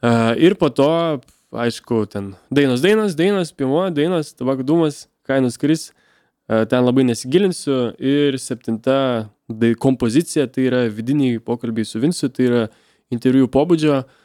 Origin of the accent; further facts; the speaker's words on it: Visaginas, Utena County, Lithuania